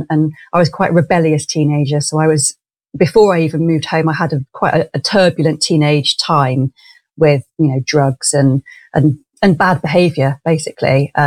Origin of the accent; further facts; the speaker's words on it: Clevedon, South West England, United Kingdom; also born or lived in Bristol; now in Stroud, United Kingdom; So I grew up in Clevedon, which is a seaside Victorian town between Weston-super-Mare and Bristol. And I lived there till I was 17, then moved to the nearest city, Bristol.